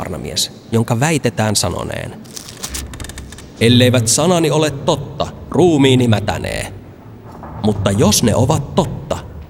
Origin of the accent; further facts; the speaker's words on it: Lapland, Finland; Kotiseudullani Merilapissa